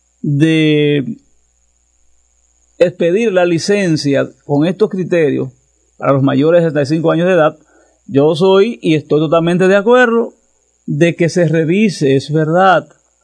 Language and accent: Spanish; Dominican Republic; como ciudadanos, como dominicanos, como dominicanas